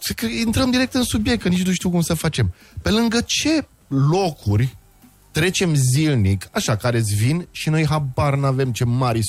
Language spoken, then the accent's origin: Romanian; Brașov, Brașov County, Romania; now in Bucharest, Romania; Eu sunt brașovean, sunt venit aici din 96.